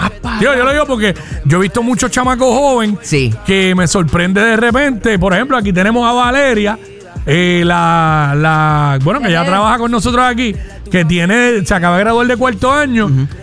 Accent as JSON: {"language": "Spanish", "country": "Puerto Rico", "said": "yo soy del oeste. O sea, el suroeste."}